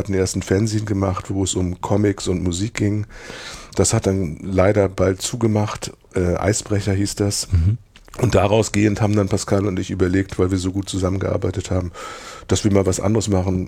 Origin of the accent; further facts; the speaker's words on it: Pinneberg, Schleswig-Holstein, Germany; also born or lived in Hamburg; ich komme ja aus Pinneberg, also ich komme aus Hamburg, aber ich habe in Pinneberg groß geworden.